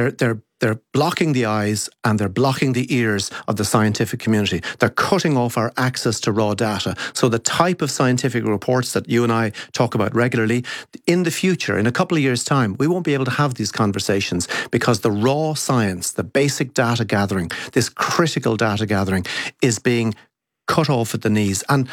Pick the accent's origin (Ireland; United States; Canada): Ireland; Kilkenny, Leinster; Even my hometown of Kilkenny